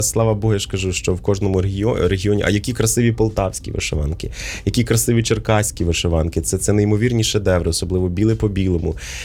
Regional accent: Podillia, Ukraine; я з Поділля.

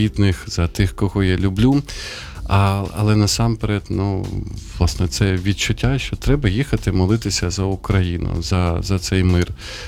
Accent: Sumy, Sumy Oblast, Ukraine; now in Kyiv, Ukraine; я дуже переживаю за там, моє рідне місто, за Суми.

